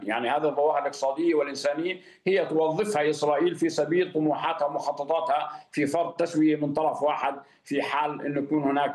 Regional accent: Palestine; now in Ramallah, Palestine

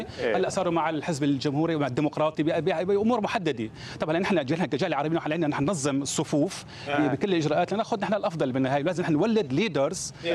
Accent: Syria; now in Michigan, United States; أول شيء أنا سوري مش لبناني

